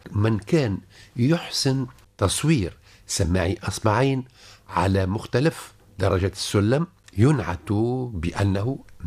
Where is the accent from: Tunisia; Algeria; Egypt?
Tunisia; accent: Tunisian; احنا نتكلم لهجتنا التونسية الخاصة بنا